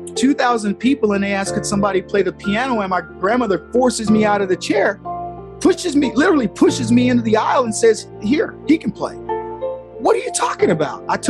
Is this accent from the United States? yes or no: yes; Brady, Texas, United States; born there; also born or lived in San Antonio, Texas; when we moved to Brady from San Antonio, and I was in the second grade